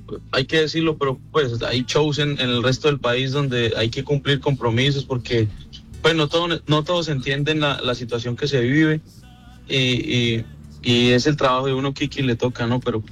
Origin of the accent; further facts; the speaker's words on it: Bucaramanga, Santander, Colombia; Yo soy de Bucaramanga, y Bucaramanga es de las tierras donde más tiembla, Kike.